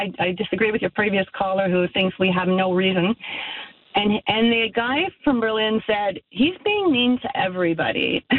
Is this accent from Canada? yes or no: yes; Canada; I want people to know we're Canadian when I'm over here.